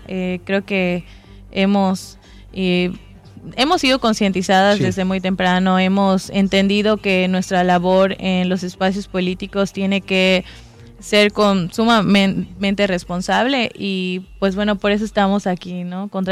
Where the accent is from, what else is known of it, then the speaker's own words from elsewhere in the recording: Mérida, Yucatán, Mexico; Yo soy del sur de Mérida